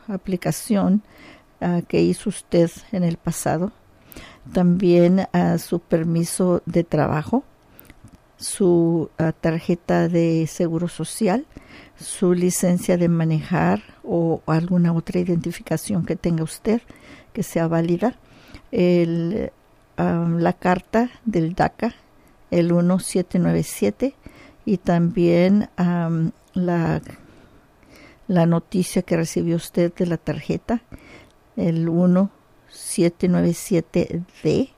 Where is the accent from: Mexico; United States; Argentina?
United States; Porterville, California; Porterville, California, 93257. Mi pueblo donde crecí yo.